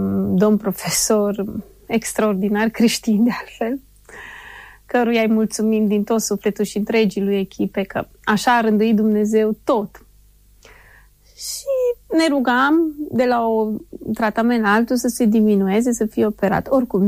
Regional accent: Cluj-Napoca, Cluj County, Romania; noi suntem din Cluj.

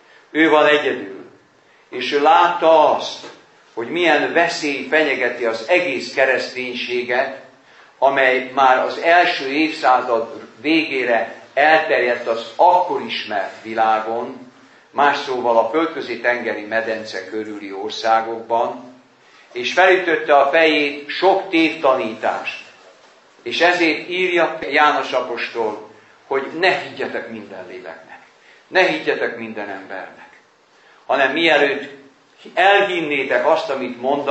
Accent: Vojvodina, Serbia; Odahaza Vajdaságban

